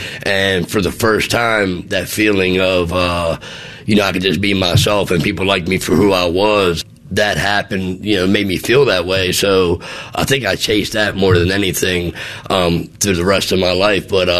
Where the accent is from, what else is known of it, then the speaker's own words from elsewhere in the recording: Pasadena, Maryland, United States; I grew up here in Maryland, Pasadena, when I was younger. We were kind of poor, single household, struggling family. It was me, my mom, and my brother.